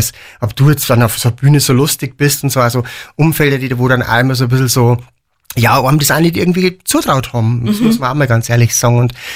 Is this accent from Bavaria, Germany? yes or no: yes; Piding, Bavaria, Germany; ich bin aus Pieding.